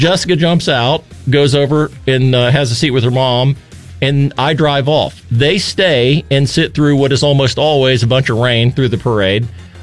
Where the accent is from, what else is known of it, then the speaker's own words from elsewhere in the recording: Randolph County, United States; Well, obviously, I'm from Randolph County. It's a bit of a homecoming for us.